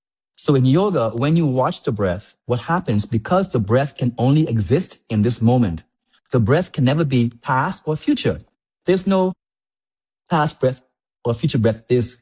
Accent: Grand Turk, Turks & Caicos Islands; As a small little boy growing up on West Road, barefoot, running around by the salt pond, and to be in certain places in the world and to be able to showcase my talent as a little boy from Grand Turk, I'm so proud to be a Turks-Caicos Islander.

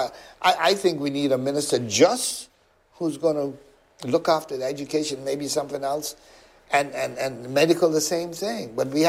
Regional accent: Cockburn Harbour, South Caicos, Turks & Caicos Islands; I grew up in East Harbor, and when I left school, there were no opportunities there.

